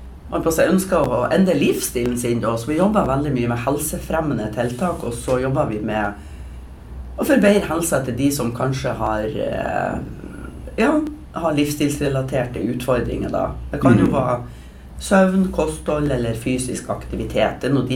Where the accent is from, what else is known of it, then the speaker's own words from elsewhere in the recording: Dønna, Nordland, Norway; now in Hemnes, Norway; Ja, jeg er fra Dømna opprinnelig.